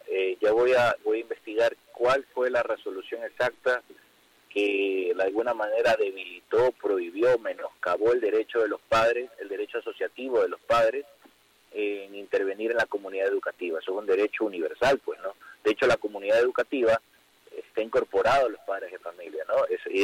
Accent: Ecuador; Miren, en estos momentos nosotros como ecuatorianos tenemos que identificar

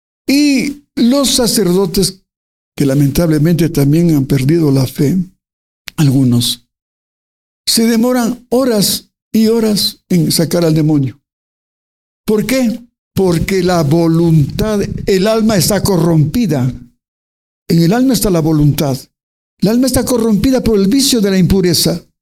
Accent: Ecuador; also born or lived in Colombia; soy extranjero, soy ecuatoriano

